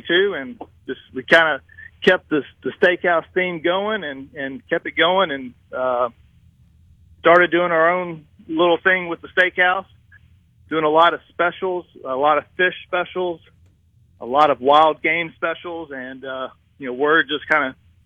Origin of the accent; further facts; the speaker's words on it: United States; we're from DeSoto County, and we stumbled upon it.